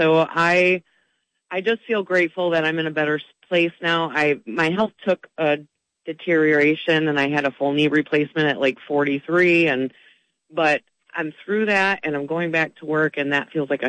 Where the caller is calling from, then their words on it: Battle Creek, Michigan, United States; I am calling from Battle Creek, Michigan.